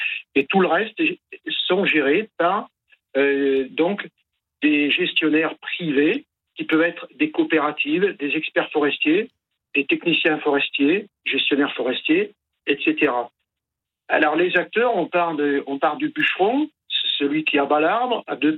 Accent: Le Puy-en-Velay, Auvergne-Rhône-Alpes, France; Moi, je suis du Puy-en-Velay, en Haute-Loire

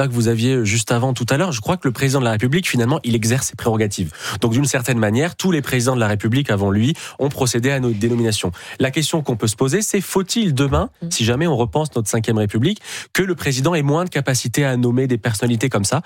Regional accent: France; born there; j'ai la chance d'être franco-libanais. Je suis né en France, mais je parle l'arabe.

